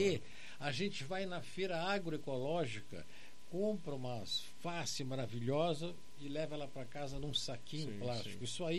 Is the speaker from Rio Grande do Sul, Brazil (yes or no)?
yes; Hulha Negra, Rio Grande do Sul, Brazil; now in Pelotas, Brazil; Eu sou lá da Olha Negra, do Bagé, lá, a água é uma coisa sagrada.